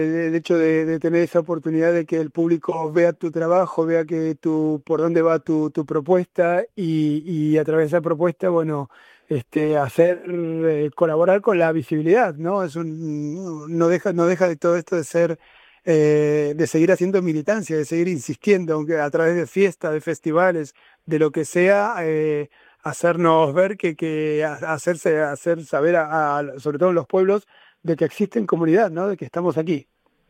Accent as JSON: {"language": "Spanish", "region": "Buenos Aires", "country": "Argentina", "also_born_or_lived": "Santiago, Chile / Madrid, Spain", "moved": "yes", "lives_now": "Salobreña, Spain", "said": "yo soy argentino, vengo de Buenos Aires, viví muchos años en Santiago de Chile, viví muchos años en Madrid y claro, me considero una rata de ciudad"}